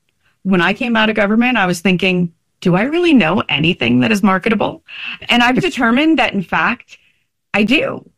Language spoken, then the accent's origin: English; New Jersey, United States; where I grew up in New Jersey